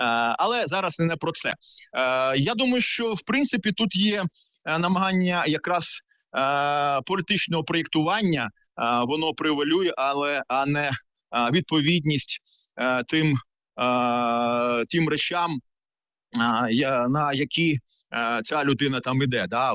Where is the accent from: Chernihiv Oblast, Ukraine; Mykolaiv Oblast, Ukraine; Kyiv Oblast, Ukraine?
Mykolaiv Oblast, Ukraine; Mykolaiv; я сам з Миколаєва